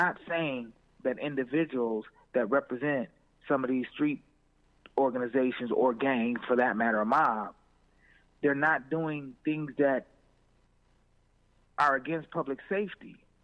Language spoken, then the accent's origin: English; Aurora, United States; I got one in my hometown, Aurora.